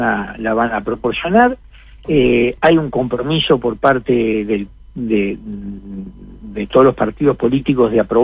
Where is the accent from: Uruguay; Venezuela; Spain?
Uruguay; somos todos los uruguayos.